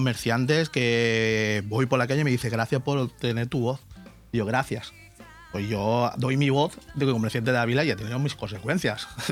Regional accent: Villajoyosa, Valencian Community, Spain; Todos los comercios de Villajoyosa no tenemos ayuda ninguna.

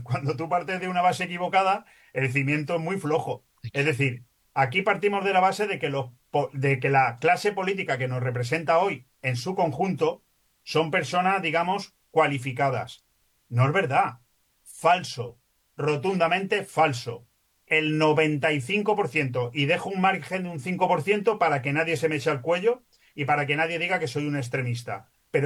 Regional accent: Spain; now in Benidorm, Spain

